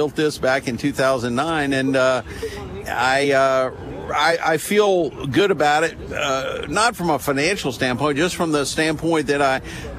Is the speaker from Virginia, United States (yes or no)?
yes; Virginia, United States; moved away as an adult; I was in my mid-20s, and I grew up in southeastern Virginia